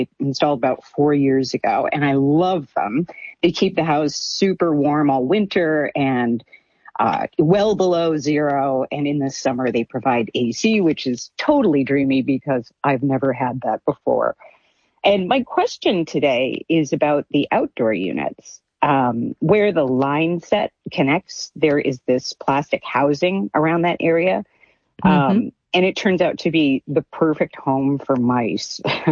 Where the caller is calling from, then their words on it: Harvard, Massachusetts, United States; from Harvard, Massachusetts.